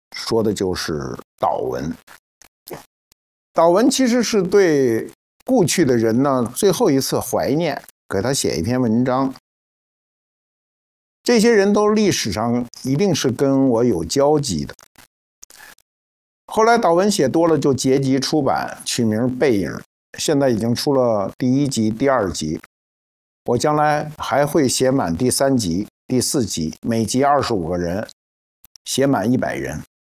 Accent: Beijing, China; born there; 我就出生在301医院。

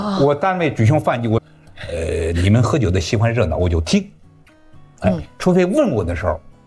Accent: Handan, Hebei, China; moved away; 我是农村出身的，嗯，我是河北邯郸农村考上学的，

